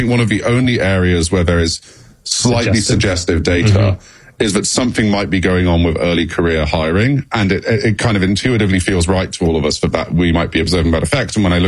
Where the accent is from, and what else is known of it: England, United Kingdom